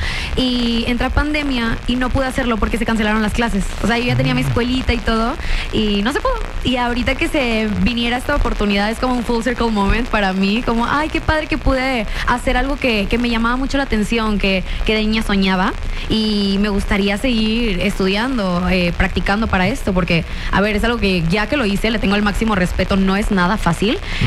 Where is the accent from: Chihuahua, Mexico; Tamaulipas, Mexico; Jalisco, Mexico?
Tamaulipas, Mexico; Reynosa; also born or lived in Monterrey; De Monterrey para el mundo, sí. No, pero a ver, todos piensan en que soy también de Tamaulipas porque me crié en frontera.